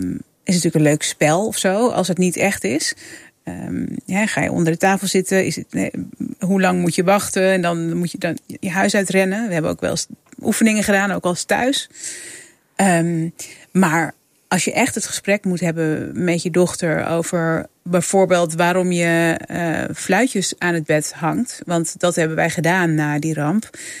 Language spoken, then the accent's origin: Dutch; Netherlands; moved away; Maar kijk, we hadden het net over dat ik ben 12 jaar geleden, inmiddels 13 jaar geleden, ben ik uit Nederland weggegaan.